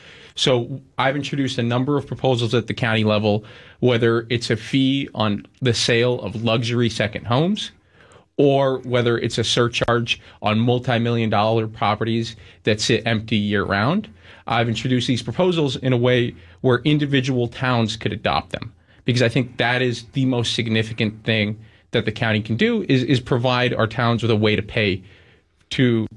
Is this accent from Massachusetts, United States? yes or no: yes; Cape Cod, Massachusetts, United States; I'm born and raised on the Cape. I live on the Cape.